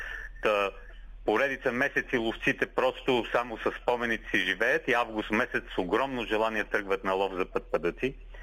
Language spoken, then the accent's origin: Bulgarian; Montana Province, Bulgaria; Ломския край, откъдето съм родом